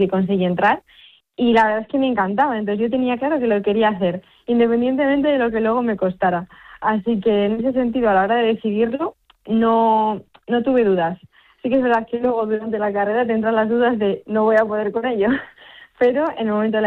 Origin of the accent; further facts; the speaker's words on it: Cuéllar, Castile and León, Spain; y en mi pueblo, pues que es Cuéllar, un pueblo de Segovia, crearon una escuela para niños para practicar triatlón